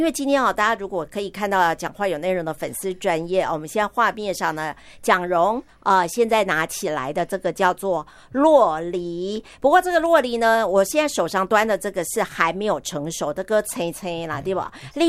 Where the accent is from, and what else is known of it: Taiwan